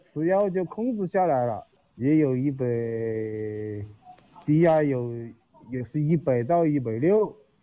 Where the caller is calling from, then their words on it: Huaihua, Hunan, China; 我是怀化的。